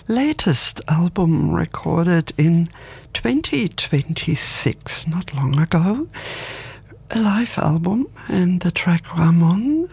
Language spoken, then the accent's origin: English; Lennox Head, New South Wales, Australia; The last time I saw him live, actually in my hometown, Lennox Head, at the cultural center there.